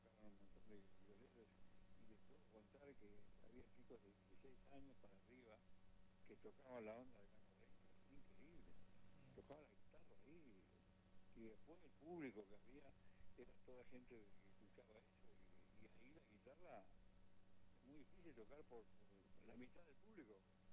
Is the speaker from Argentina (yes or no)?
yes; Villa Diamante, Buenos Aires Province, Argentina; also born or lived in Monte Grande; yo nací en Montegrande, me crié en Villa Diamante